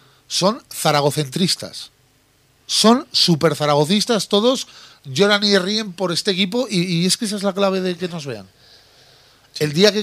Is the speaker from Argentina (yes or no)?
no; Spain; No soy menos español por ello.